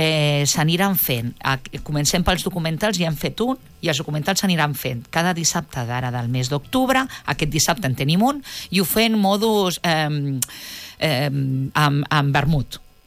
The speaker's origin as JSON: {"language": "Spanish", "town": "Touro", "region": "Galicia", "country": "Spain", "said": "Yo soy de Touro, pero entraría dentro de esa delimitación, constaría como queso de..."}